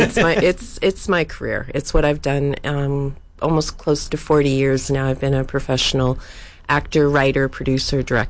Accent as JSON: {"language": "English", "town": "Calgary", "region": "Alberta", "country": "Canada", "tie": "born or raised there", "said": "my growing up in Calgary, being in the city, being my family is Cree. My mom comes from Maple Creek, Saskatchewan. She moved to Calgary in the 60s. So I kind of grew up a lone wolf"}